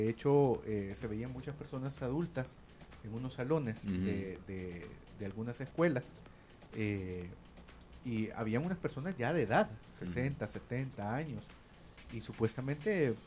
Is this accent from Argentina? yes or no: no; El Salvador; Pero sí podemos entender que todos somos salvadoreños y nadie queremos fregar a otro salvadoreño.